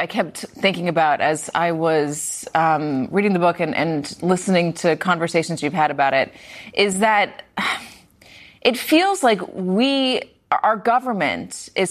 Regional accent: United States; I think it's a fascinating concept because and I've lived here my whole life, obviously. I'm an American.

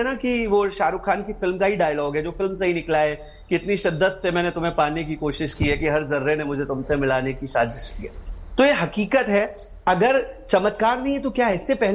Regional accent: Lucknow, Uttar Pradesh, India; मैं लखनऊ से हूं

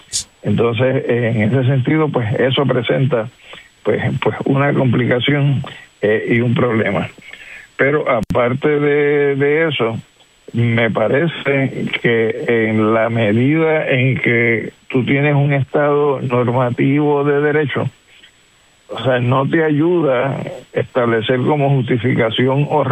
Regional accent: Puerto Rico; yo soy puertorriqueño nacional

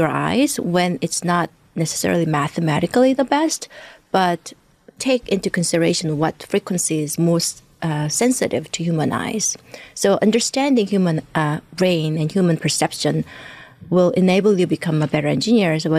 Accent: South Korea; born or raised there

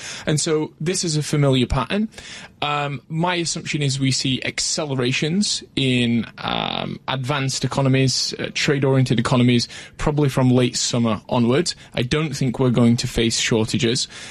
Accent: Sheffield, Yorkshire and the Humber, United Kingdom; I'm from Sheffield, I'm a yes. northerner.

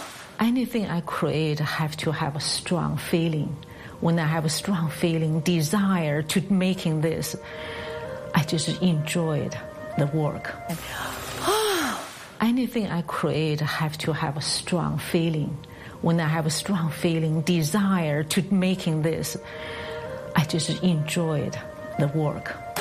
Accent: Beijing, China; English is a second language; moved away as an adult; now in United States; I'm a puppet artist. My company name is Visual Expressions. I'm born from Beijing, China, and then I moved to America 2000.

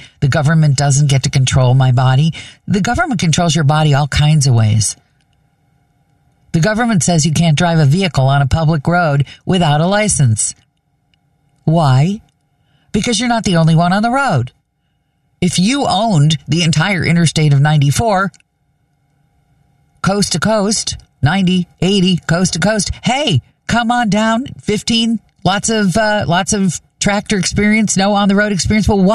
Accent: Kansas, United States; Growing up in Kansas, as I did, one of the most magical shows. We had a black and white TV. It got one channel.

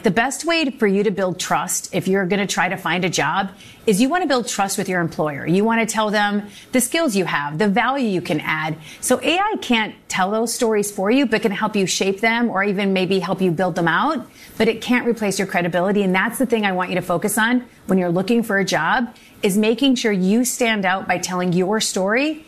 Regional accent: Minnesota, United States; my hometown Target from Minnesota

